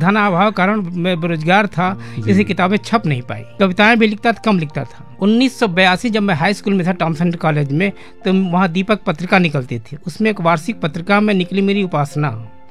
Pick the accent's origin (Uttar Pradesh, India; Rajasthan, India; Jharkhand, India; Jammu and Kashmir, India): Uttar Pradesh, India; Gonda; मेरा बचपन का जीवन गोंडा अवध में बीता है, मैं यहीं का विद्यार्थी रहा, बाल्यकाल से लेकर और पढ़ाई तक यहीं रहा मैं।